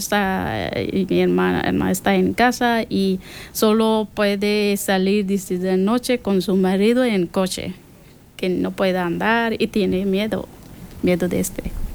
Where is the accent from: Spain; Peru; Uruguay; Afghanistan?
Afghanistan; Spanish is a second language; moved away as an adult; Yo cuando estuve pequeña, era pequeña, yo estudié en sótano de como alfabet. Pero yo intenta cuando talibanes fueron a Afganistán, yo intenta para estudiar y 20 años yo estudié y conseguir una profesión como fiscal.